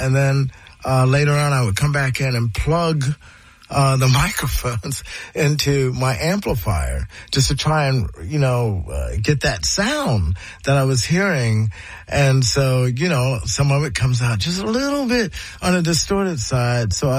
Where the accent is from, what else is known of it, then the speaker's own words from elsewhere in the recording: Ohio, United States; And I go, yeah, man, I'm from Ohio.